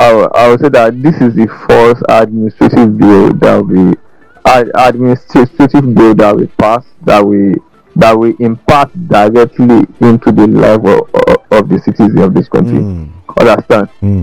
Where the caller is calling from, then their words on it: Lagos, Nigeria; I'm calling you from Yaba.